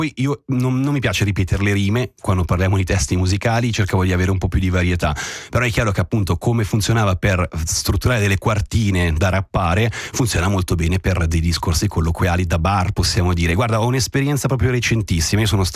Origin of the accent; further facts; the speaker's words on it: Switzerland; perché da svizzero fiero, mi viene da dire, mi piacerebbe parlare bene tutte le lingue nazionali